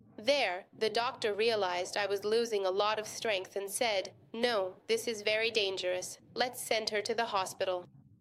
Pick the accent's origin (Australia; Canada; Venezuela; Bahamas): Venezuela; now in Miami, United States; that community that made me so happy in Venezuela and that I hadn't been able to find here.